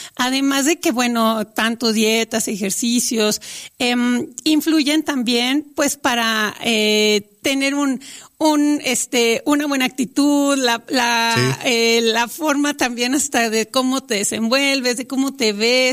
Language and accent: Spanish; Mexico